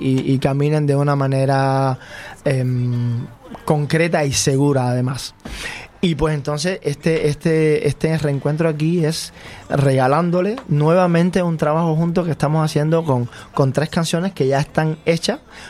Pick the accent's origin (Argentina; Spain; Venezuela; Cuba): Cuba; moved away as an adult; now in Switzerland; ella es coterránea, cubana también. Y bueno, pues las cosas que pasan, ¿no? Y entonces lo que me estabas preguntando ahorita de Suiza, sí, hace 22 años que vivo en Suiza ya. El amor me llevó a Suiza.